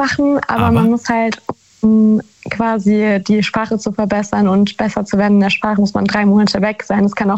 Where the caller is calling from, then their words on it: Baden-Württemberg, Germany; Ich komme aus der Nähe von Karlsruhe.